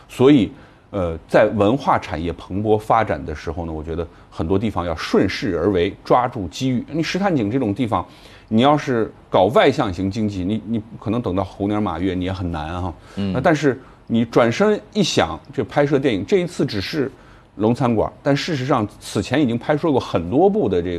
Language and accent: Chinese; Ningxia, China; 因为我是在宁夏长大的